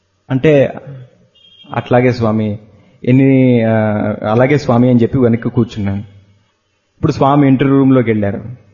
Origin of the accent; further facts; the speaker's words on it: Visakhapatnam, Andhra Pradesh, India; moved away as an adult; now in Puttaparthi, India; మా సొంత ఊరు విశాఖపట్నం